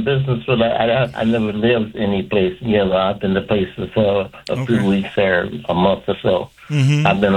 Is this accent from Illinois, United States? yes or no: yes; Chicago, Illinois, United States; I'm in Chicago. I was born and raised in Chicago.